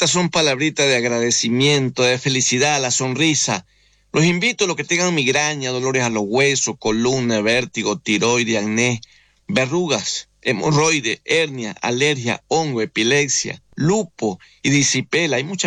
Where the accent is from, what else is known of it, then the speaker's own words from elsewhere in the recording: Ecuador; moved away; Yo como católico, como ecuatoriano, que vengo de la mitad del mundo, de esa alta montaña de la Amazonía, créanme lo que yo no nací en cuna de oro. Yo vengo de las montañas, yo me conozco lo que es el campo.